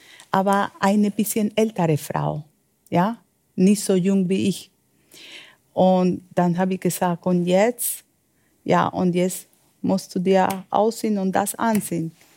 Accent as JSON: {"language": "German", "town": "Medellín", "region": "Antioquia", "country": "Colombia", "second_language": "German"}